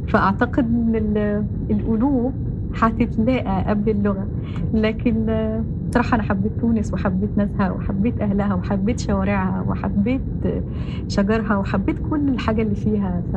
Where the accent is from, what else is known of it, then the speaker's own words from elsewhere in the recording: Egypt; بنت مصرية